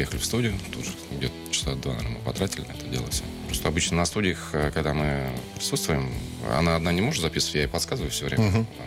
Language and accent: Russian; Ryazan, Ryazan Oblast, Russia; moved away as an adult; now in Moscow, Russia; я сам родом из Рязани, да, ну, живу уже лет 15 раз, живу, работаю здесь, в Москве.